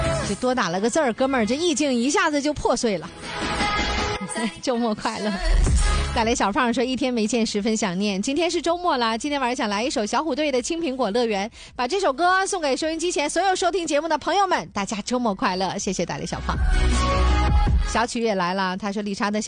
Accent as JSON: {"language": "Chinese", "region": "Northeast China", "country": "China", "tie": "born or raised there", "moved": "yes"}